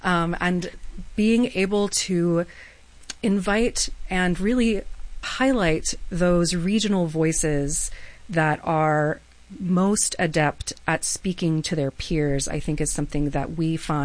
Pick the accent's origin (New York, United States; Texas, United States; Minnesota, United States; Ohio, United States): Texas, United States; So I am from Texas originally, and I'm seventh or eighth generation Texan.